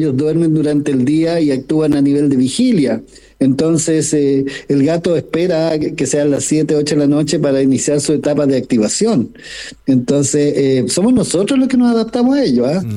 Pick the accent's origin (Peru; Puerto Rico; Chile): Chile